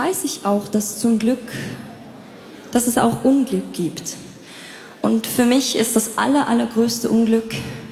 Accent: Switzerland; als Schweizerin

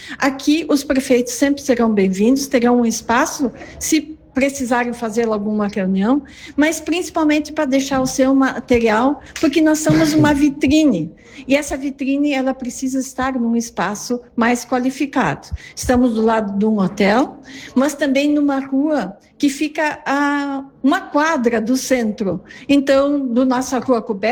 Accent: Rio Grande do Sul, Brazil; a gente tem a cultura germânica muito presente, mas nós também somos gaúchos.

